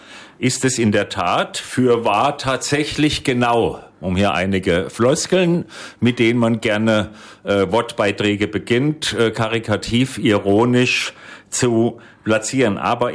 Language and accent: German; Bödigheim, Baden-Württemberg, Germany; In meinem Heimatdorf Bödigheim im badischen Odenwald gab es einen Herrn